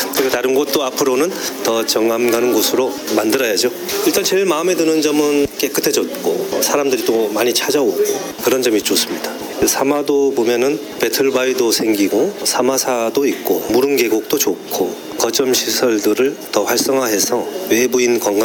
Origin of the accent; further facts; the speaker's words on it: Sama-dong, South Korea; 76년도에 이 사마에서 태어났고요. 제 태어난 집이 아직도 그 자리에 있고 사회생활을 하면서 잠시 떠났다가 이제 다시 돌아와서 협동조합 활동을 하고 있습니다.